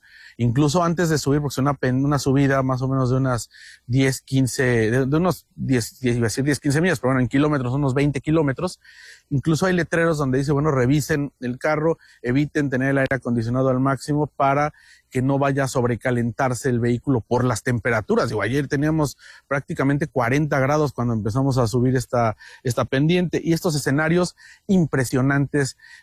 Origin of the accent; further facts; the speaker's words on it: Mexico; Si yo como mexicano rento un carro aquí en San Diego con placas de Estados Unidos